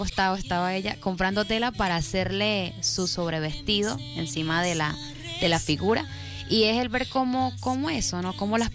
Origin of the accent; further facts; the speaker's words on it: El Nula, Apure, Venezuela; also born or lived in San Cristóbal; Pero desde que tengo memoria de estar acá en el Nula, porque pues mi familia mayormente ha vivido acá